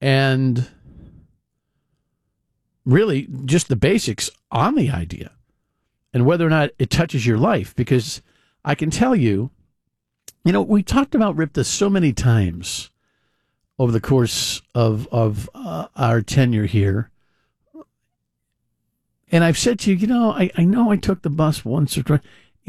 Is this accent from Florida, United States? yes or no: no; New Jersey, United States; now in Cumberland, Rhode Island, United States; growing up in North Jersey